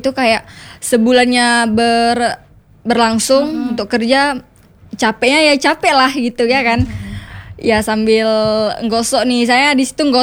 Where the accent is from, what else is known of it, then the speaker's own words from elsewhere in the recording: Takengon, Aceh, Indonesia; moved away as an adult; now in Lhokseumawe, Indonesia; saya orang Takengon.